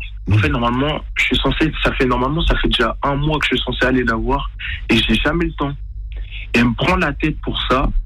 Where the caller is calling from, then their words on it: Haiti; moi, je suis haïtien.